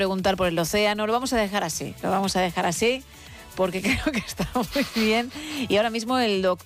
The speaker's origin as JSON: {"language": "Spanish", "town": "Madrid", "region": "Community of Madrid", "country": "Spain", "tie": "born there", "said": "No, nací en Madrid."}